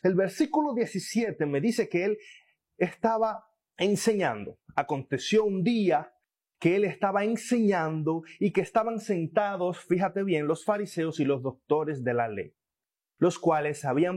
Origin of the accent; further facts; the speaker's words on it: Dominican Republic; moved away; Allí en la República Dominicana, de donde soy oriundo